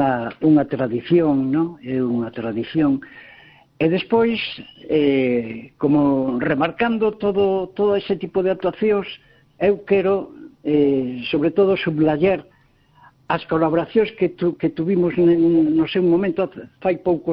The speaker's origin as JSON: {"language": "Galician", "town": "Cabanas", "region": "Galicia", "country": "Spain", "tie": "born or raised there", "said": "a Coruña, de onde son eu, eh? Eu nacín, non nacín no, no, en, na capital, eu nacín en un concello chamado Cabanas, ao lado de Pontedeume"}